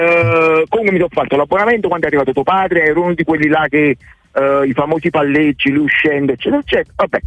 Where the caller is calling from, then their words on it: Torre Annunziata, Campania, Italy; io sono di Torre Annunziata, quindi dovevo arrivare, è diventato un viaggio, poi uno diventa tutto, e sono vecchiotto, sono 69.